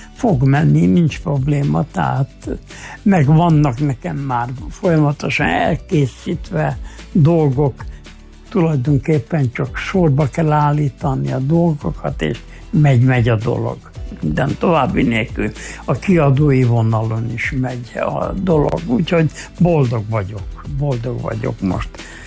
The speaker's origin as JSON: {"language": "Hungarian", "town": "Gávavencsellő", "region": "Szabolcs-Szatmár-Bereg", "country": "Hungary", "tie": "born or raised there", "moved": "yes", "said": "most voltam otthon Gáván"}